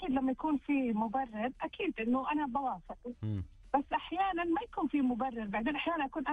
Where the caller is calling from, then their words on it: Riyadh, Riyadh Province, Saudi Arabia; من الرياض.